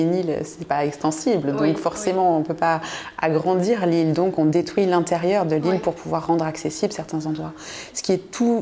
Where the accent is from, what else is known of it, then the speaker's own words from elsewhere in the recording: Auvergne-Rhône-Alpes, France; chez nous en France, dans la Drôme, dans l'Ardèche.